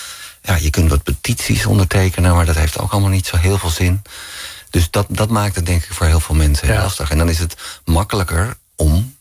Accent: Netherlands

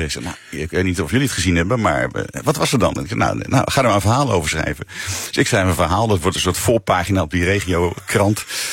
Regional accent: Alkmaar, North Holland, Netherlands; Nee, ik heb in Alkmaar, waar ik opgroeide een paar jaar bij Alkmaarse Boys, prachtige club, mooie shirts, heb ik wel gevoetbald, maar ik ben ook wel weer vrij jong gestopt.

